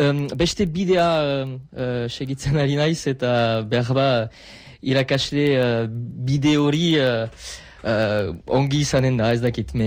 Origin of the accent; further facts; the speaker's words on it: La Bastide-Clairence, Nouvelle-Aquitaine, France; Basque is a second language; moved away as an adult; also born or lived in Paris; Bastidakoa naiz